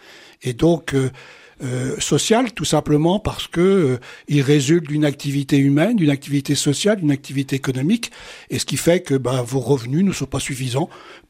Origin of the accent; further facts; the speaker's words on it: Brittany, France; moved away as an adult; also born or lived in Île-de-France; now in Touraine, France; moi, je suis breton d'origine. Ça fait 23 ans que j'habite en Touraine. C'est la vie professionnelle qui m'a amené à bouger.